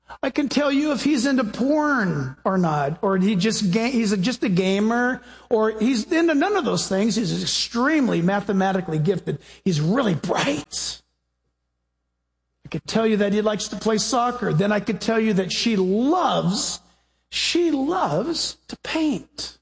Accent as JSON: {"language": "English", "country": "United States", "tie": "born there", "said": "I guess I'm a Christian. I was born in America."}